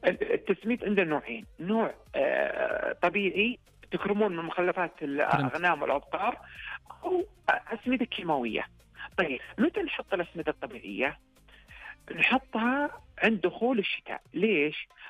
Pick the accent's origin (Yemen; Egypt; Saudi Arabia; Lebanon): Saudi Arabia; Riyadh, Riyadh Province; عندنا في الرياض